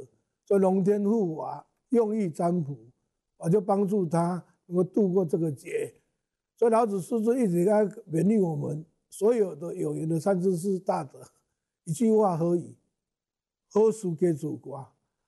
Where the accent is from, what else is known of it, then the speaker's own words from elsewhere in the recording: Taiwan; 我们台湾人